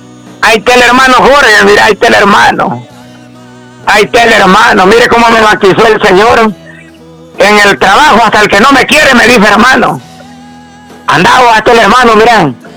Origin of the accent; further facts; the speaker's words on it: El Salvador; accent: Salvadoran; now in United States; Soy un campesano, un campesino, imagínese. Llegué a los Estados Unidos y todavía tengo el acento de allá de mi país. Todavía me identifico como salvadoreño, ya no le hablo mexicano, ya no le hablo caliche mexicano, ya no le hablo caliche puertorriqueño, no le hablo caliche cubano